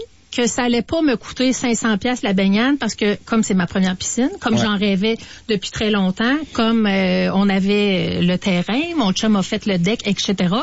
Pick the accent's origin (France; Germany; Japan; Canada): Canada; Laval, Quebec; born there; J'étais la seule de mes grands-parents quand j'étais jeune, puis à Fabreville.